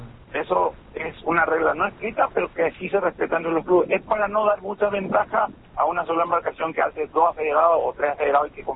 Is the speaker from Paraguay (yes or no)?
yes; Paraguay